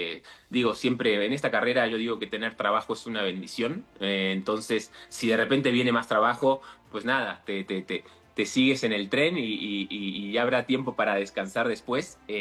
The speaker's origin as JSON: {"language": "Spanish", "country": "Argentina", "moved": "as an adult", "lives_now": "Mexico"}